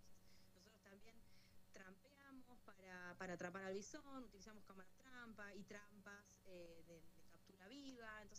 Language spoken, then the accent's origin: Spanish; Avellaneda, Buenos Aires Province, Argentina; now in Aluminé, Argentina; yo soy de Buenos Aires, de Avellaneda.